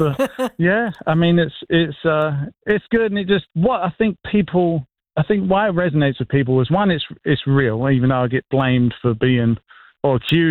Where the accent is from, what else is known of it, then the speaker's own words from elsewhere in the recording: Maidstone, South East England, United Kingdom; So, yeah, again, I'm from Maidstone. So people are like, you don't hear this stuff in England.